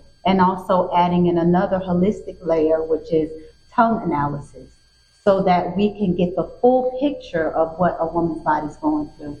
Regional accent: South Carolina, United States; Growing up in South Carolina and growing up around strong women such as my grandmother and my mother.

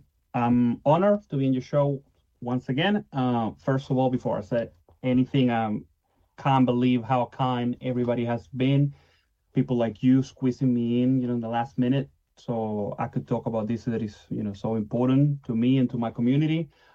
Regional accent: Venezuela; now in Australia; my home country of Venezuela

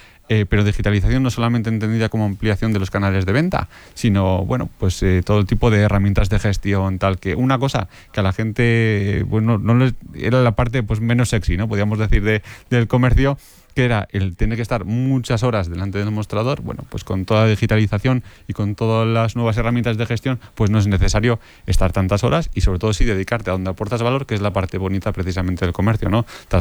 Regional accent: Estella, Navarre, Spain; en Estella, de donde soy yo

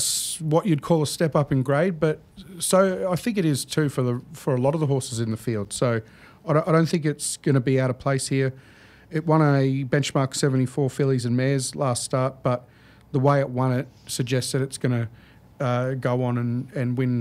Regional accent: Brisbane, Queensland, Australia; growing up in Brisbane

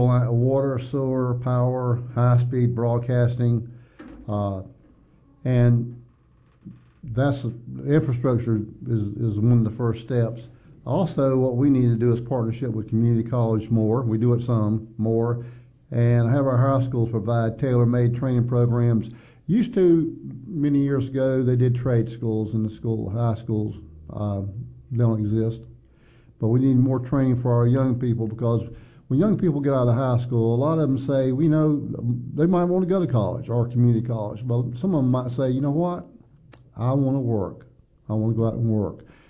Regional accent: Cumberland County, North Carolina, United States; has been around for 76 years. Born and raised in Cumberland County, worked for the Boys Club in Fayetteville 28 years, Lumberton 28 years. I lived in Grays Creek since 92.

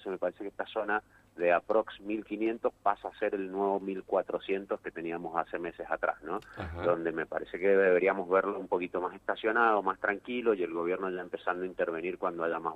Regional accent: Argentina; que eso es lo que también tenemos que entender como argentinos.

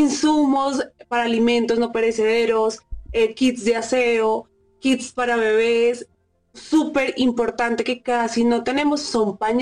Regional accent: Bogotá, Colombia; Yo soy de acá, Bogotá.

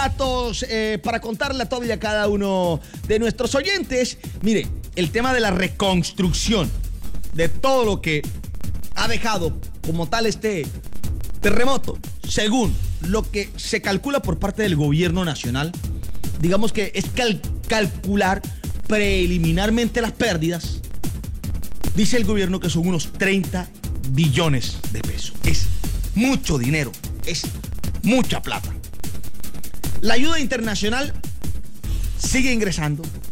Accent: Colombia; Necesitamos unirnos como colombianos.

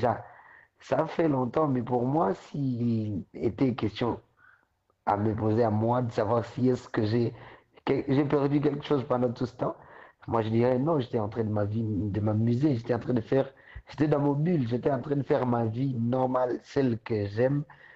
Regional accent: Kivu, DR Congo; Parce qu'il faut savoir que nous sommes du Kivu, nous sommes africains, nous sommes Swahili.

